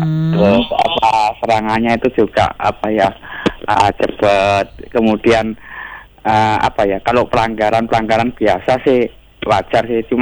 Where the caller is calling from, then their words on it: Surabaya, East Java, Indonesia; Iya, saya ini dari Surabaya.